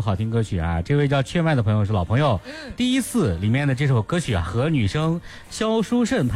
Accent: Shanxi, China; 午休对于我们山西人来说特别是很重要的一点啊

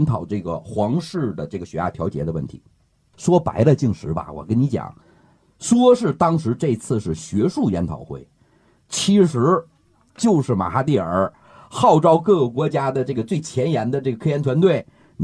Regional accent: China; 我一个中国人得到国外才知道，

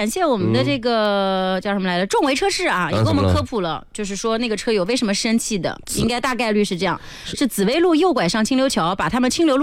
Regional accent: China

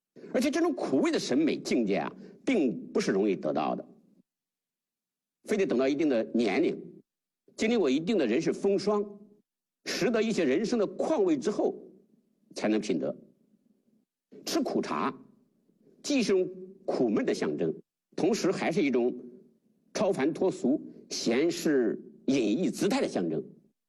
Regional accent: China

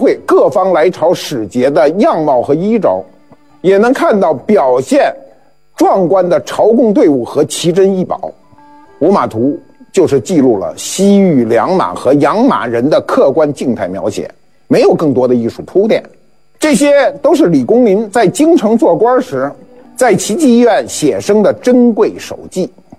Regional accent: China; 我们中国人过去没有素描的概念，只有白描

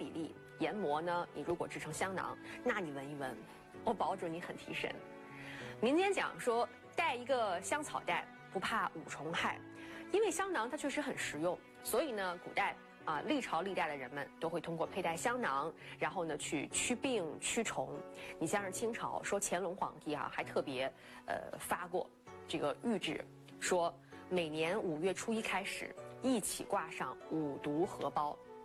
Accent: China; 我们中国人

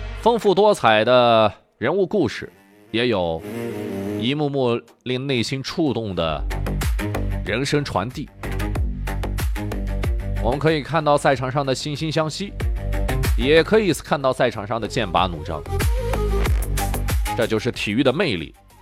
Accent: China; 作为中国人，其实很不想互相对到一块儿的

